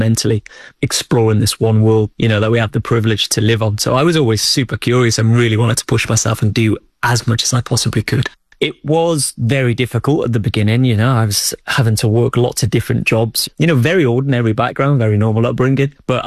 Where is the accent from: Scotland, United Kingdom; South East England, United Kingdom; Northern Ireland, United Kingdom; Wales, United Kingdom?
Wales, United Kingdom; Old Colwyn; growing up in North Wales in Old Colwyn, a place no one really knows